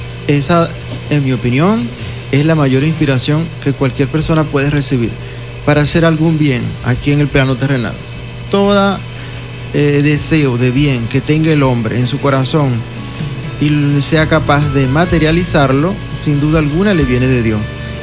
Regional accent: Punta de Mata, Monagas, Venezuela; now in Maturín, Venezuela; Yo soy de Punta de Mata

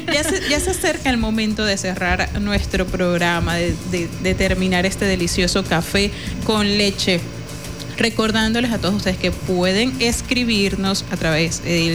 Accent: Maturín, Monagas, Venezuela; also born or lived in Caripito, Venezuela; yo nací en Caripito, ajá, en el municipio de Bolívar del estado Monagas, pero siempre viví aquí en Maturín, aunque viajaba todos los fines de semana a la casa de mis abuelos.

